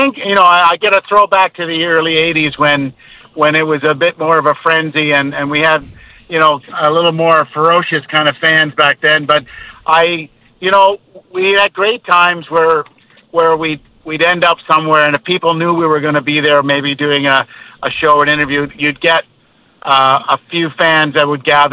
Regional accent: Ontario, Canada; born there; I was born in Ontario

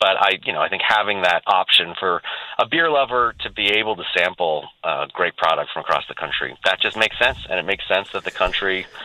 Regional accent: Canada; I hope, as a Canadian, not as a brewer, but as a Canadian, I hope this is the beginning of a lot more rethinking about how we act.

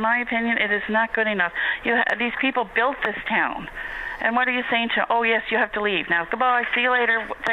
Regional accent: Wabush, Newfoundland and Labrador, Canada; now in outside St. John's, Canada; I grew up in Wabash, loved my life down here. I had a great life. Then I moved away, and then now I live live outside St. John's area.

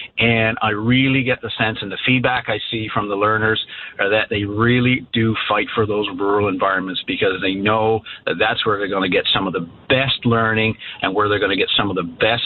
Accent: Tollengate, Newfoundland and Labrador, Canada; growing up in a small town and in Tollengate, giving back to my hometown and the people there that I grew up with and know so well.

